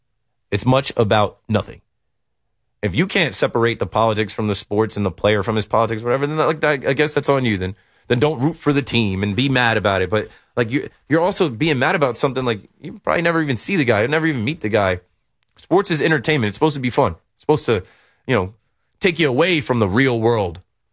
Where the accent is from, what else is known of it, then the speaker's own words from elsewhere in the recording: United States; I'm an American. My life has been pretty good in America.